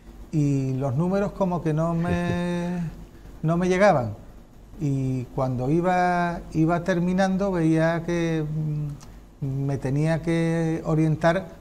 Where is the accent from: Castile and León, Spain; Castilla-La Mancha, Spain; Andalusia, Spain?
Andalusia, Spain; Jerez de la Frontera; yo soy de Jerez